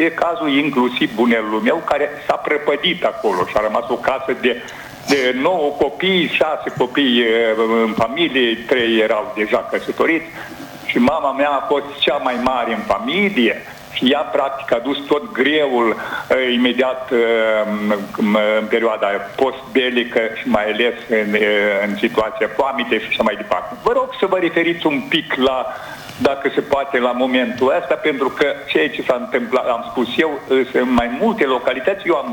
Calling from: Bahmut, Călărași District, Moldova; eu sunt din Bahmut, Călăraș

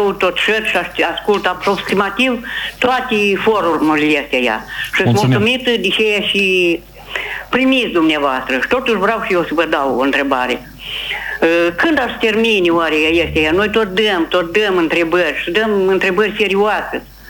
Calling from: Telenești, Telenești District, Moldova; sunt din Telenești.

